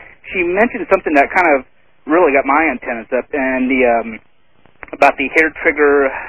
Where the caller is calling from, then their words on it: Modesto, California, United States; out in Modesto, California.